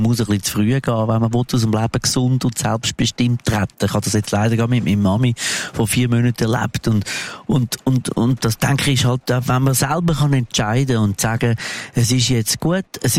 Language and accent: German; Zurich, Switzerland; also born or lived in Glarus; Meine Wurzeln sind, man hört es an meiner Schnur an, in der Stadt Zürich. Ursprünglich bin ich Glarner, aber ich bin sehr, sehr lang da.